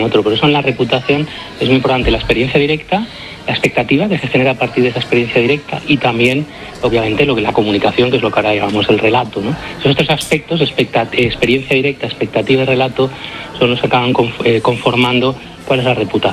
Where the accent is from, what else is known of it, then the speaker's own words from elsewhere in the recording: Spain; cosa que choca con la mentalidad de cómo somos los españoles en otras cosas, ¿no?